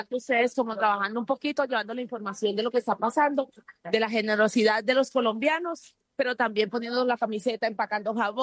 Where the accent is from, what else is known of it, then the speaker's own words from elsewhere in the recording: Colombia; Somos colombianos, aquí somos colombianos y es lo que importa.